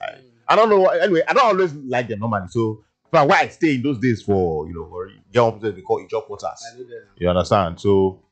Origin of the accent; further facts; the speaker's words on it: Niger Delta, Nigeria; we are all from the Niger Delta.